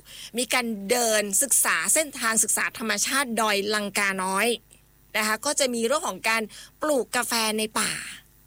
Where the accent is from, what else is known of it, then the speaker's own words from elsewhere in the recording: Chiang Mai, Thailand; เราเป็นคนเชียงใหม่เอง